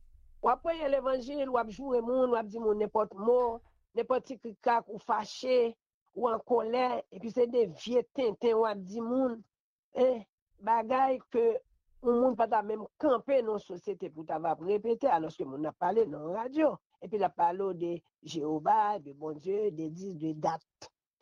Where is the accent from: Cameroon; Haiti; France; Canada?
Haiti; Donc, moi-même, je voulais nous être ensemble en tant qu'Haïtien